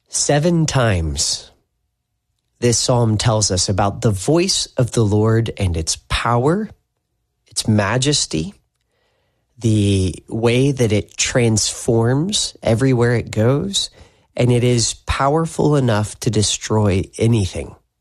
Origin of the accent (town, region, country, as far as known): Tupelo, Mississippi, United States; born or raised there